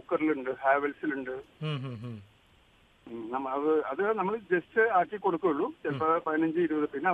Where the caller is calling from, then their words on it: Nayarambalam, Kerala, India; നായരമ്പലമാണ് എന്റെ വീട്.